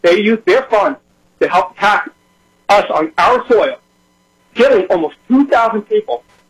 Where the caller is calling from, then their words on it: New York City, New York, United States; I'm also a New York City fire. I'm from New York.